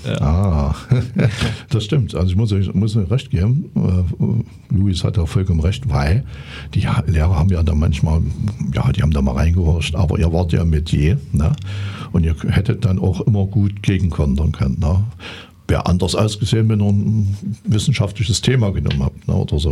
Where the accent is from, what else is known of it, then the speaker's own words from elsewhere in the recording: Saxony, Germany; Also ich bin ja Sachse, also ich weiß es jetzt nicht so aus der sächsischen Schullandschaft